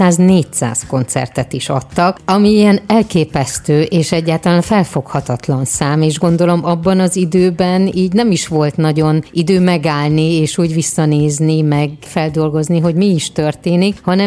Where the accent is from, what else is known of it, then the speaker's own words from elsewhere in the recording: Nyíregyháza, Szabolcs-Szatmár-Bereg, Hungary; born there; Ó, de jó, én ott születtem.